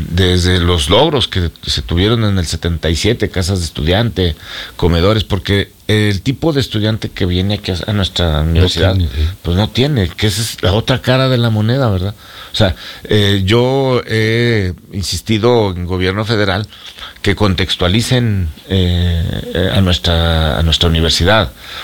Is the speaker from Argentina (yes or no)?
no; Zacatecas, Mexico; born there; Y tú sabes, los que somos zacatecanos de nacimiento, Pancho, nuestras uh-huh. familias numerosas